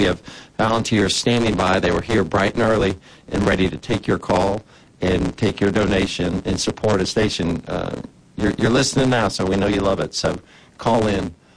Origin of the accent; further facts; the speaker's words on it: St. Louis, Missouri, United States; now in New Bern, United States; I came from St. Louis, the market in St. Louis, which has St. Louis Public Radio.